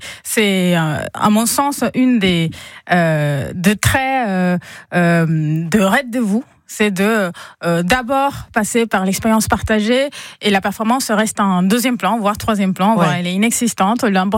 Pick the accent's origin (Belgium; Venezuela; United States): Venezuela; Caracas, Capital District; now in Strasbourg, France; Et bonjour … On vient tous les deux de Caracas.